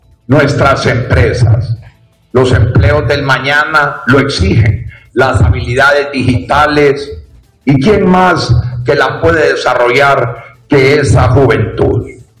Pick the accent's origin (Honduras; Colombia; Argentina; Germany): Honduras; Somos buenos los hondureños.